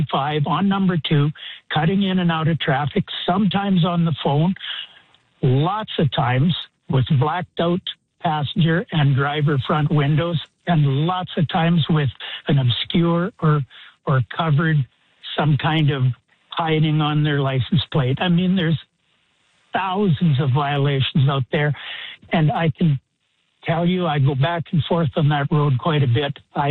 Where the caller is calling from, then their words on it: Innisfail, Alberta, Canada; I come from Innisfail to Calgary periodically in my business.